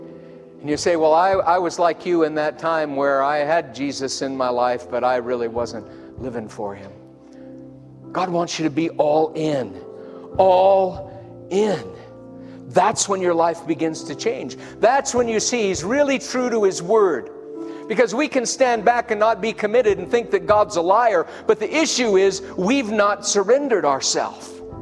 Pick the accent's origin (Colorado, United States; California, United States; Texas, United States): Colorado, United States; Denver; I'm white trash from Denver, Colorado.